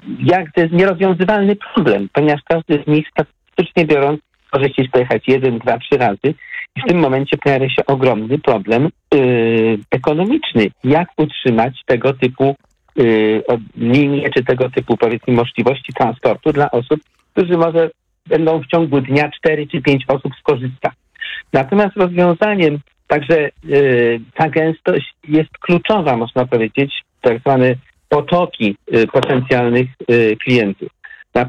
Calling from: Opole Voivodeship, Poland; akurat mieszkam pod Opolem

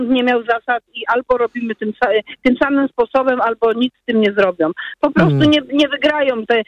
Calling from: Poznań, Greater Poland Voivodeship, Poland; A, to u mnie w Poznaniu.

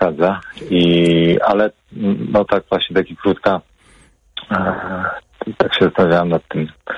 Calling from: Podlaskie Voivodeship, Poland; ja ogólnie pochodzę z Podlasia

